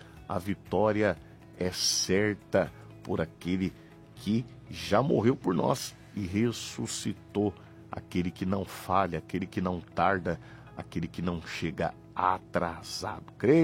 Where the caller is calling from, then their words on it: São Manuel, São Paulo, Brazil; sou aqui de São Manuel.